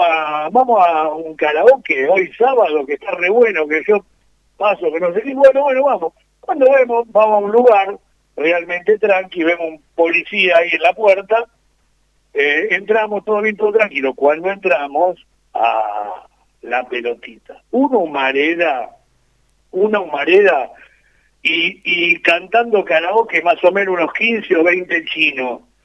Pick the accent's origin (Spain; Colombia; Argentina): Argentina; yo soy argentino.